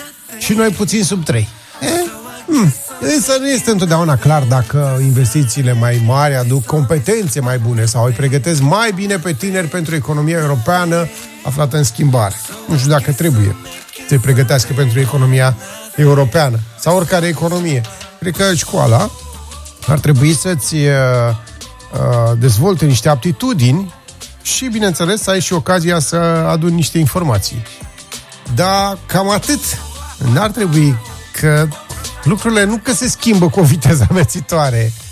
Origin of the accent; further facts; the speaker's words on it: Romania; Și eu sunt român, m-am prins.